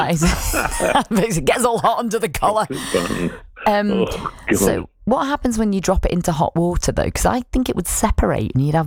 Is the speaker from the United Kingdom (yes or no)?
yes; United Kingdom; Well, we do, but I think when it comes to tea, you know, we're British.